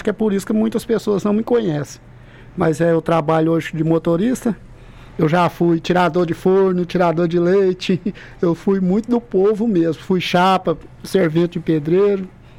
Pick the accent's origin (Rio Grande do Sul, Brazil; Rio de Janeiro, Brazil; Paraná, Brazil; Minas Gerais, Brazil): Minas Gerais, Brazil; Pompeu; also born or lived in Belo Horizonte / Sete Lagoas; Sou sim, sou de Pompeu, nascido e criado aqui. É, tive um tempo morando em BH, depois em Setagoas, mas voltei para cá. Raiz.